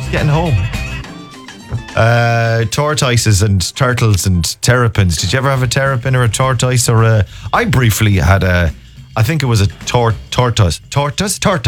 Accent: Ireland; because obviously we're Irish and we're the president, so we've got the presidency.

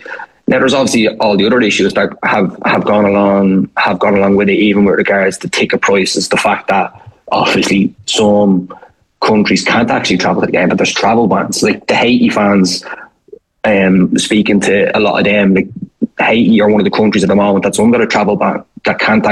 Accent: Ireland; as an Irish person

